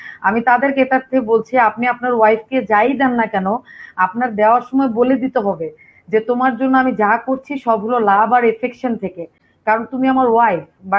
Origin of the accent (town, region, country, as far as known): Bangladesh; born or raised there